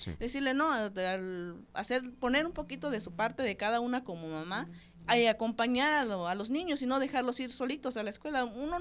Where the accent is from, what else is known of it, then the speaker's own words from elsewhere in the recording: Huixtán, Chiapas, Mexico; yo soy traductora tzotzil de Huistán.